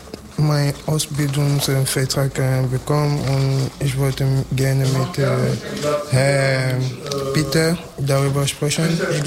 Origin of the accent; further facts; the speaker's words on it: Cameroon; now in Germany; Ich komme aus Kamerun, bin hier in Deutschland seit fast 3 Jahren.